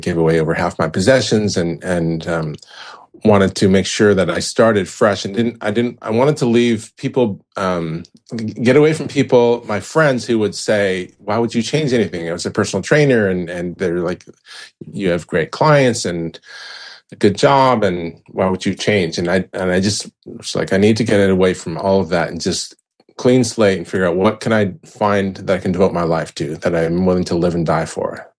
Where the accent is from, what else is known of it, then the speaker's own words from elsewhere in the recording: Vancouver, British Columbia, Canada; moved away; during the Vancouver Winter Olympics, my hometown